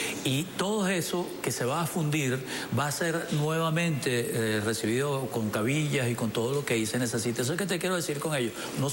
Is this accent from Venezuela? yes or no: yes; Venezuela; lo grande que somos los venezolanos y el apoyo que nos damos a nosotros mismos